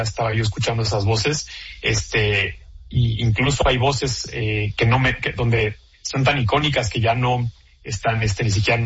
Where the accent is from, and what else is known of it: Mexico